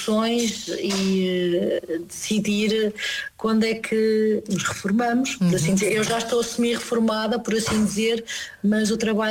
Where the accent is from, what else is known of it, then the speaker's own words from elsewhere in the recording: Portugal; first language Portuguese; moved away as an adult; also born or lived in Italy; now in Stuttgart area, Germany; o meu marido é português também, portanto, a nossa língua cá em casa e pronto, é maioritariamente português.